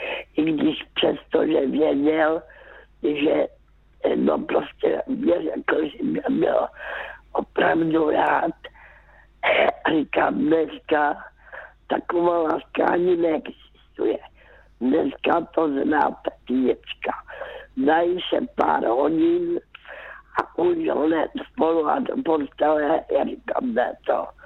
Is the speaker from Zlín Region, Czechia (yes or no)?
yes; Karolinka, Zlín Region, Czechia; born there; já už jsem byla vdaná a jezdívala jsem zpátky do Karolinky zpátky do mého rodiště.